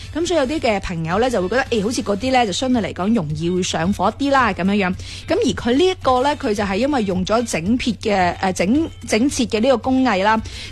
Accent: Guangdong, China; 我哋广东人

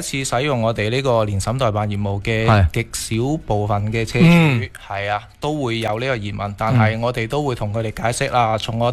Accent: Guangdong, China; 对于我哋广东人嘅习俗嚟讲呢

